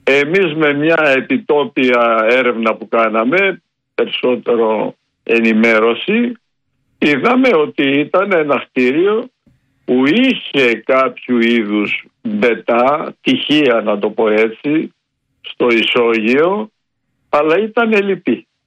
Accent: Peloponnese, Greece; στην πατρίδα μου την Αρκαδία λένε χτύπα ξύλο και χτυπάω.

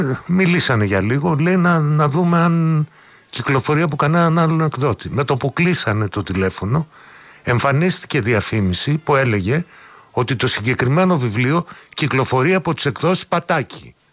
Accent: Crete, Greece; Από την Κρήτη είμαι, από την Κρήτη.

